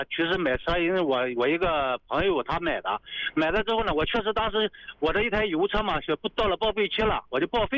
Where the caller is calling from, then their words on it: Linyi, Shandong, China; 我们临沂这边那个广德